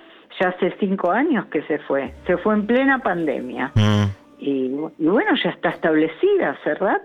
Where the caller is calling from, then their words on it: Argentina; donde yo nací, los únicos argentinos eran mis padres. Todos los demás eran europeos.